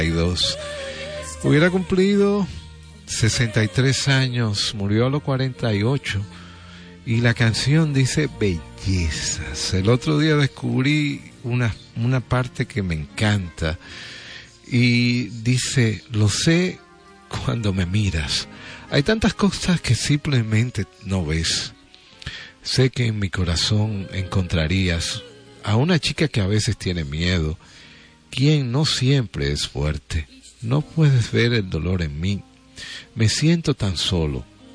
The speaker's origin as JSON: {"language": "Spanish", "country": "Dominican Republic", "said": "somos dominicanos también."}